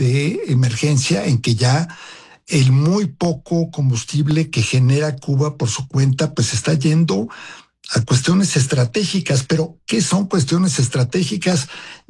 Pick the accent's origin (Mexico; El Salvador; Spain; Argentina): Mexico; yo me acuerdo hace muchos años que me tocó vivir en la Unión Soviética, Pam, como diplomático mexicano